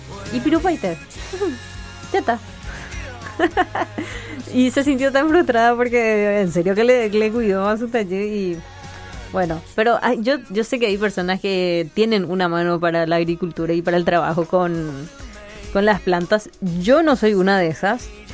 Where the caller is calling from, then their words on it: Areguá, Central, Paraguay; de Areguá.